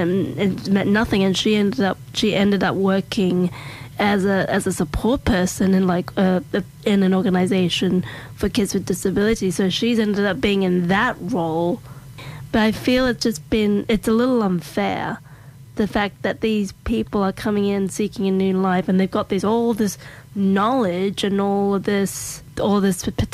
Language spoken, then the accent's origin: English; Australia; So every time I would say I'm Australian, they go like, oh my God, Chris Hemsworth.